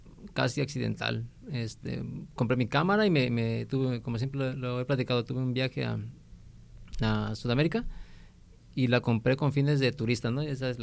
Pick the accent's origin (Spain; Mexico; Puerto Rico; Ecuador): Mexico; Tepic, Nayarit; soy originario de aquí de Tepic, tengo 38 años